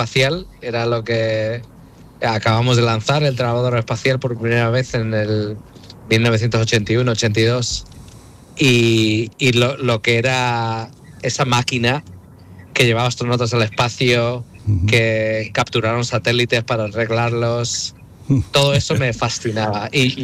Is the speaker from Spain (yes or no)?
yes; Málaga, Andalusia, Spain; born there; Pues mira, yo nací en Málaga porque con mi padre siendo piloto y mi madre azafata, mi madre nació en Málaga también y toda su familia estaba allí.